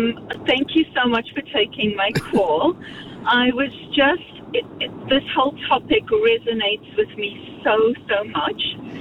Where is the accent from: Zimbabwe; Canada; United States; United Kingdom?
Zimbabwe; now in New Zealand; I was born and brought up in Zimbabwe, and I came over to New Zealand in 2001.